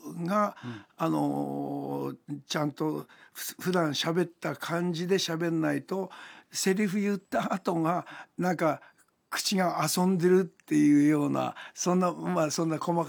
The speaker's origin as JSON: {"language": "Japanese", "region": "Tokyo", "country": "Japan", "tie": "born or raised there", "said": "あの浅草上野あたりで僕も育ってましたから"}